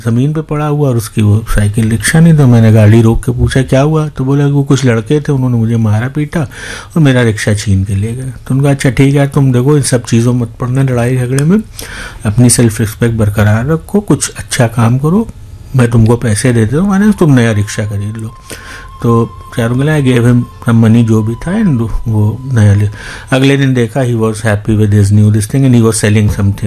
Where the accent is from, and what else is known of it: Lucknow, Uttar Pradesh, India